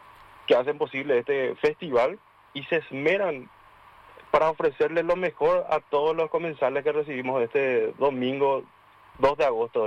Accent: San Antonio, Central, Paraguay; yo me voy y digo que soy de San Antonio

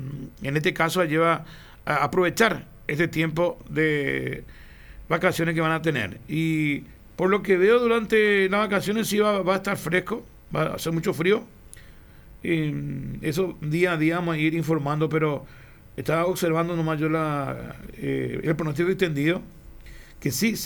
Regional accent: Paraguay; todos los paraguayos

